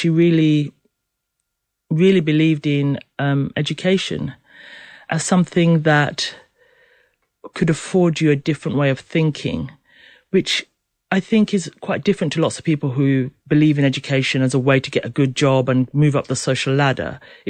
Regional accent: St. Kitts & Nevis; born or raised there; also born or lived in Kenya; now in United Kingdom

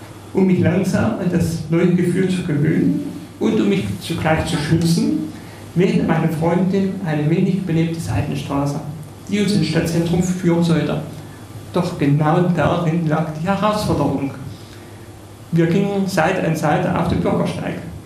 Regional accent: Germany; Okay, und ich stamme ja aus Oldeslem.

